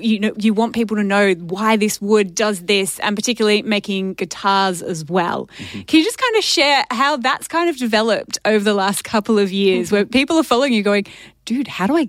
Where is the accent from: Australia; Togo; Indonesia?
Australia; as an Australian, I know what that sound is like.